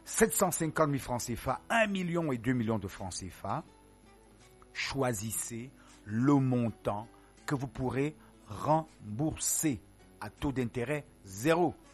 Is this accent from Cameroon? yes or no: yes; Cameroon; chez nous au Cameroun